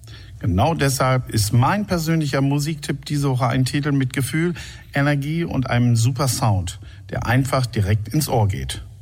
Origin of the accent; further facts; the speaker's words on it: Versmold, North Rhine-Westphalia, Germany; Hallo Schlagerfreunde … Ich komme aus Versmold und bin seit 40 Jahren als DJ auf Hochzeiten unterwegs.